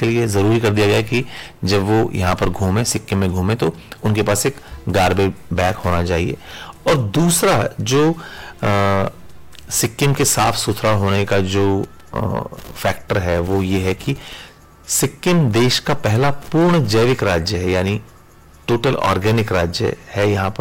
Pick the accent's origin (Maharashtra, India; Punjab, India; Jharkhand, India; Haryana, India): Haryana, India; हमारी संस्कृति, हरियाणवी संस्कृति जो है